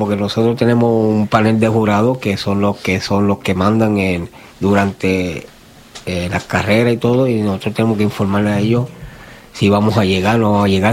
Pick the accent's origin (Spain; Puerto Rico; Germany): Puerto Rico; now in Lexington, United States; en mi país, en Puerto Rico.